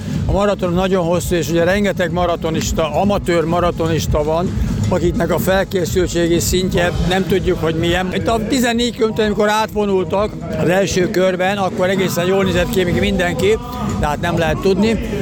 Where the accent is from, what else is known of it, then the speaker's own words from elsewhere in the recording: Hungary; Mert azt gondolom, hogy magyarok vagyunk.